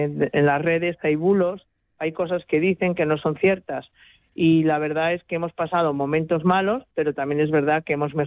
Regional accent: Casillas, Spain; Yo estoy en Casillas, yo no he abandonado mi pueblo.

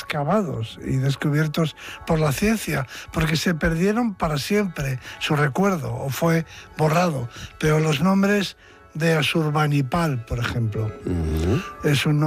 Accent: Spain; Me confirma en lo que siempre he pensado, de que somos los españoles un sí. pueblo culto.

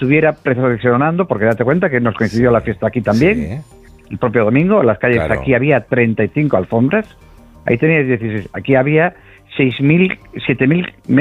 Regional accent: Ponteareas, Galicia, Spain; Te dije que no somos perfectos, pero pues somos de Pontareas, que es casi lo mismo.

